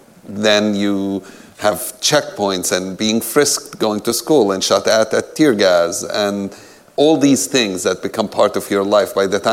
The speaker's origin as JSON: {"language": "English", "town": "Jerusalem", "country": "Palestine", "tie": "born or raised there", "said": "I grew up in Jerusalem. I'm the youngest of seven children."}